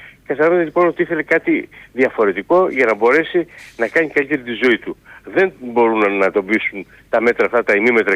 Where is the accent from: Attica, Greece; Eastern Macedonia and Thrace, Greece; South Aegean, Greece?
Eastern Macedonia and Thrace, Greece; Έτσι λένε και στην πατρίδα μου επάνω στον Εύρο.